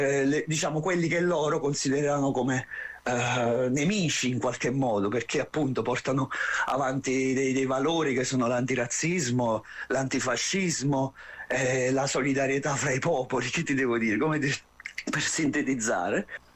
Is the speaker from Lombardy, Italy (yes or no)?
no; Salerno, Campania, Italy; noi siamo tutti di Salerno, eravamo lì, stavamo lavorando a un evento che si svolgerà oggi e domani